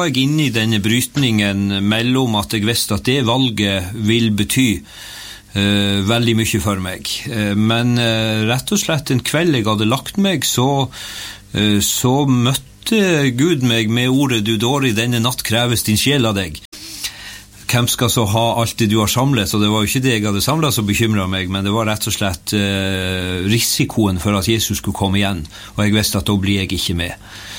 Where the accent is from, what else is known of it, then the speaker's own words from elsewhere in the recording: Senja, Troms, Norway; Jeg var veldig ivrig leidedeltaker på Skoghus Leiste, som ligger bare 3 kilometer fra der jeg er født og oppvokst på Senja og fortsatt bor.